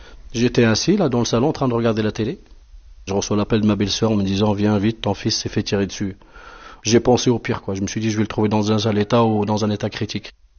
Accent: Morocco; French is a second language; moved away as an adult; now in France; 45 ans. Je suis marocain de nationalité. Je suis arrivé à l'âge de 19 ans et j'ai fait des études ici en France.

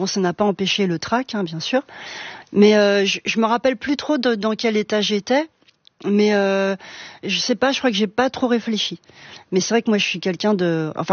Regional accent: Villemomble, Île-de-France, France; also born or lived in Noisy-le-Sec; je suis née à Noisy-le-Sec, mais je n'y ai pas vécu du tout. Moi, j'ai vécu à Villemomble.

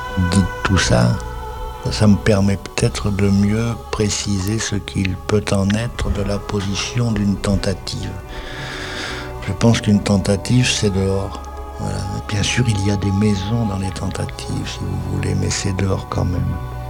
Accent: Bergues, Hauts-de-France, France; born there; à Bergue, ma ville natale, c'est une ville de...

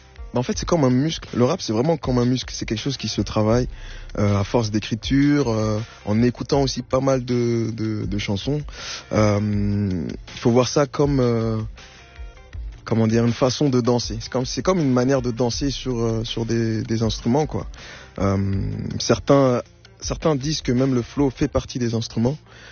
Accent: Montreuil, Île-de-France, France; À Montreuil, c'est ça. Je suis né dans un quartier qui s'appelle La Boissière, un hôpital qui s'appelle André Grégoire. Et à mes 8 ans, j'ai déménagé dans le Bas-Montreuil, ce qu'on appelle le Bas-Montreuil. Parce que Montreuil, c'est très grand.

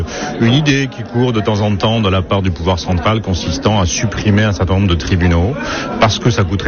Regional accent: Bordeaux, Nouvelle-Aquitaine, France; moi je suis de Bordeaux

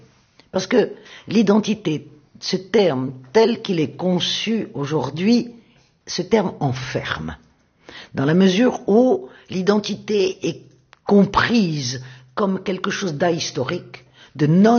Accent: Tunisia; je ne suis pas une juive tunisienne, je suis une tunisienne juive.

